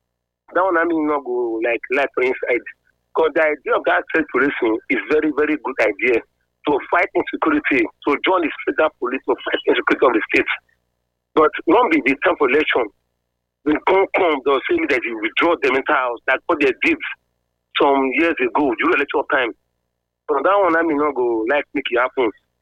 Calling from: Benin City, Edo, Nigeria; I'm from Benin, from Ohoro.

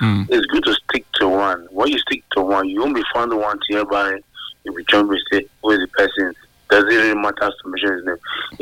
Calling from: Benin City, Edo, Nigeria; calling from Benin.

